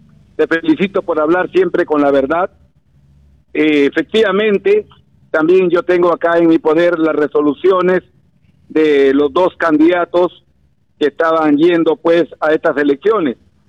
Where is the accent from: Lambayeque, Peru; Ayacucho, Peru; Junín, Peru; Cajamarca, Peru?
Lambayeque, Peru; Olmos; mi pueblo